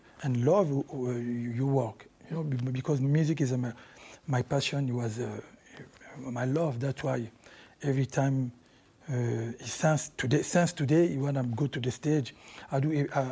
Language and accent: English; Kinshasa, DR Congo; first language Lingala; English is a second language; I never grew up, I never speak Swahili when I grew up in Kinshasa. I speak just Lingala, mm-hmm. it'll be French.